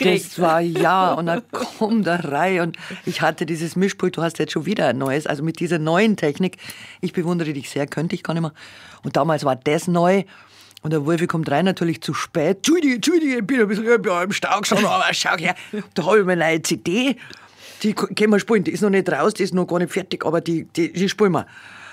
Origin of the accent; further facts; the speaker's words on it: Günzburg, Bavaria, Germany; born there; Ja, in meiner Geburtsstadt, so muss man sagen, ganz genau.